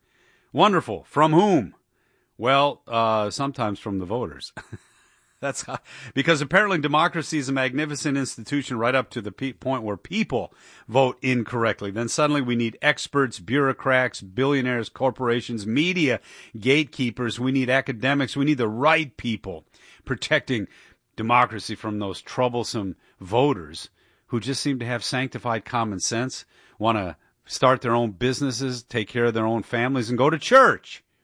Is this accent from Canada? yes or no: no; Detroit, Michigan, United States; I grew up in Detroit. Okay? I saw what happened to my city.